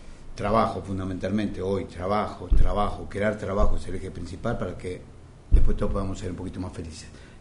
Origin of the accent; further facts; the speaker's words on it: Buenos Aires, Argentina; lo habla un porteño en todo esto